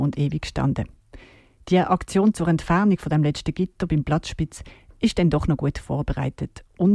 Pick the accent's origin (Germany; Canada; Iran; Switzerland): Switzerland; Allschwil, Basel-Landschaft; im Gegensatz zu diesen zwei Typen komme ich ja eben wirklich aus Allschwil.